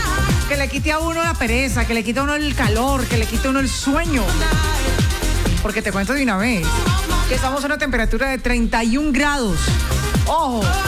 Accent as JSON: {"language": "Spanish", "town": "Cali", "region": "Valle del Cauca", "country": "Colombia", "said": "Yo soy caleña, mucho honor, amo mi ciudad, la amo con toda mi alma y de verdad no elegiría otra"}